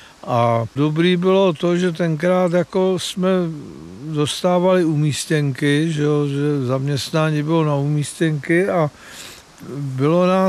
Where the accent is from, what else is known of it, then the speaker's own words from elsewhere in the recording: Strakonice, South Bohemian Region, Czechia; Já jsem se narodil ve Strakonicích, tam byly dvě kina, Kino Svět a Kino Oko.